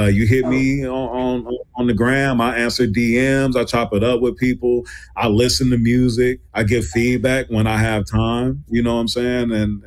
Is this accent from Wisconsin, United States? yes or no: yes; Milwaukee, Wisconsin, United States; when I tell people I'm from the Mill, a lot of times I don't expect them to have a connection with it or know much about the city